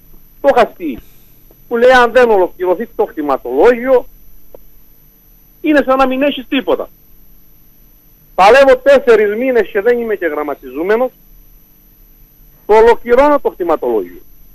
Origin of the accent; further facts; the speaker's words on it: Crete, Greece; born there; είμαι από το Μαχητριά, από τα Στερούσια Όρη.